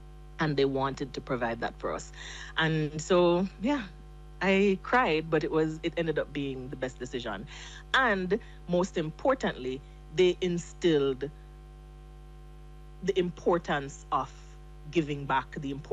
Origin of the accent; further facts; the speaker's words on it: Jamaica; he was a police officer in the Jamaica Constabulary Force while we grew up in Jamaica.